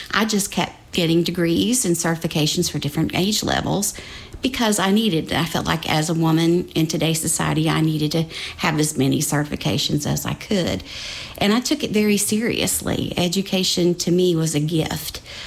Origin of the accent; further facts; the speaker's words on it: Virginia, United States; Sure. I grew up in Russell County, Virginia, and graduated from Lebanon High School in 1987.